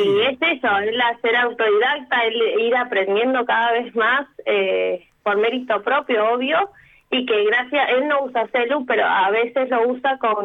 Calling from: Comodoro Rivadavia, Chubut, Argentina; Nosotros somos de Comodoro

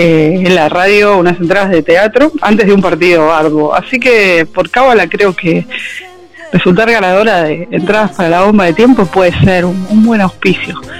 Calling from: Buenos Aires, Argentina; de Agronomía

